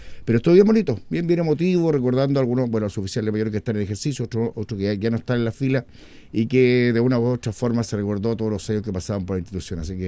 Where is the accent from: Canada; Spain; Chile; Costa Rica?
Chile